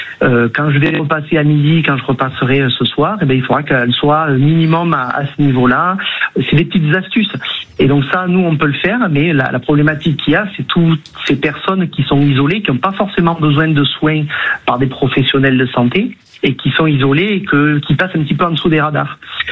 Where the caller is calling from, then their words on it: Alès, Occitanie, France; Moi, je suis sur le bassin d'Alès, dans le nord du Gard, au pied des Cévennes.